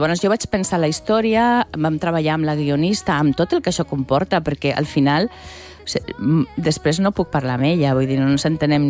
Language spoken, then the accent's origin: Catalan; Zaragoza, Aragon, Spain; moved away as an adult; now in Catalonia, Spain; jo vaig venir a estudiar a Barcelona, sóc de Saragossa, vaig venir a estudiar a Barcelona perquè a Saragossa encara no hi ha Facultat de Belles Arts